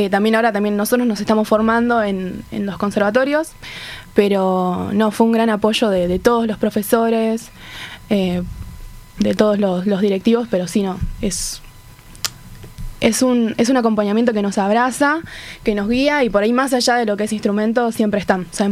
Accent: Gregorio de Laferrere, Buenos Aires Province, Argentina; Yo soy de La Ferrer, partido de La Matanza, especialmente del barrio 24-7

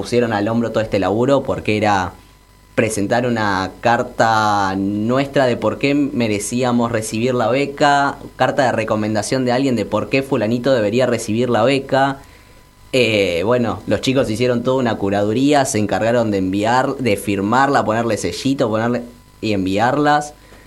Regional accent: Argentina; La mayor parte de las personas trans que vamos somos los argentinos

